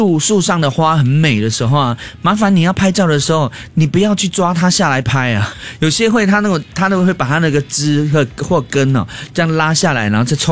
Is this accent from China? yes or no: no; Singapore